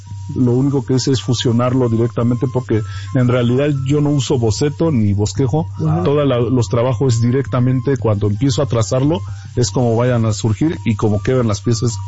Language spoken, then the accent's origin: Spanish; Oaxaca, Mexico; first language Mazatec; Spanish is a second language; Antes que nada, pues un saludo en mi lengua materna, que es la lengua mazateca del estado de Oaxaca, principalmente en la Sierra Mazateca.